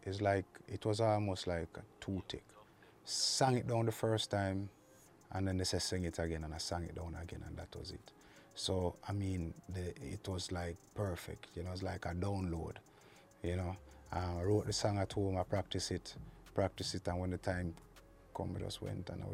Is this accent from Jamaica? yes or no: yes; Saint Thomas, Jamaica; moved away; my little country boy, I come from St. Thomas, Yalas Bush.